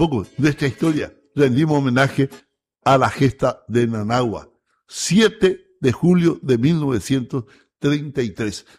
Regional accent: Encarnación, Itapúa, Paraguay; Nos cuesta a los encarnacenos reconocer un poco.

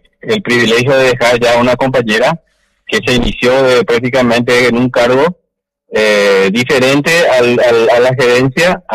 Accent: Coronel Bogado, Itapúa, Paraguay; Yo soy ciudadano mismo del lugar, yo soy de Coronel Guado.

